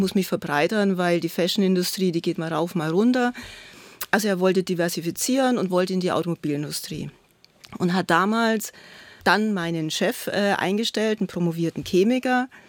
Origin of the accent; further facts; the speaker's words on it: Hof, Bavaria, Germany; Also ich bin in Hof aufgewachsen, das war damals noch das Dreiländereck.